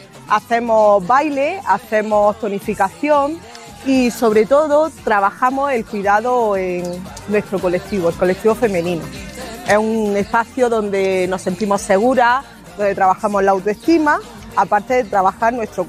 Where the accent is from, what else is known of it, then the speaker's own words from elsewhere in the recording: Albuñol, Andalusia, Spain; soy de Albuñol.